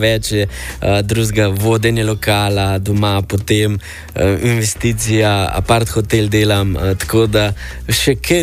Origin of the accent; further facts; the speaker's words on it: Mengeš, Central Slovenia, Slovenia; prihajam iz Mengša in veselje me je danes, da sem z vama tukaj.